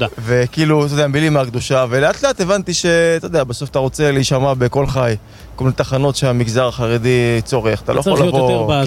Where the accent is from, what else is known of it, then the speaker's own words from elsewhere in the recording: Tel Aviv, Tel Aviv District, Israel; אז אני תל אביבי, born and raised, מה שנקרא, נולדתי וגדלתי